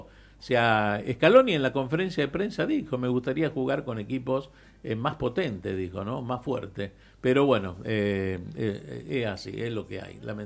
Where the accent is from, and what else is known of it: Argentina